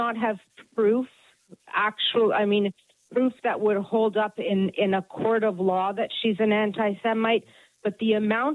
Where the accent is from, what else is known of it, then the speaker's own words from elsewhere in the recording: Toronto, Ontario, Canada; I'm a member of the Jewish community. I grew up in Toronto, and I'm disgusted at what I'm seeing.